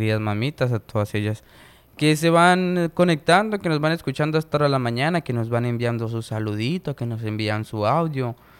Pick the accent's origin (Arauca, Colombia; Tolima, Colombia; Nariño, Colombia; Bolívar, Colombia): Arauca, Colombia; Yo también soy llanero, soy de Arauca. Estamos ahí, pues un poco más cerca, ¿no?, de Cúcuta. Estamos más cerca de Arauca a Puerto Gaitán que Cúcuta.